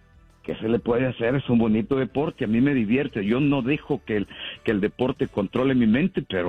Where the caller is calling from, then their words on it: Houston, Texas, United States; Sí, buenos días, de aquí de Houston.